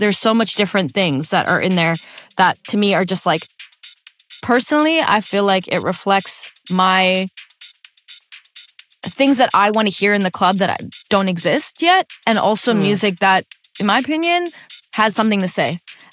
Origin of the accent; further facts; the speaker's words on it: Lahore, Punjab, Pakistan; now in United States; it is called … which is the name of the neighborhood I grew up in Lahore, Pakistan.